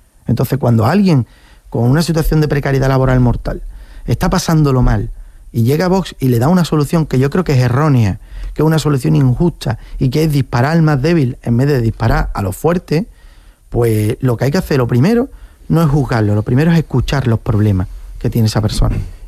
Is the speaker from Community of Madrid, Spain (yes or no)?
no; Jerez de la Frontera, Andalusia, Spain; Yo soy de Jerez, la Berza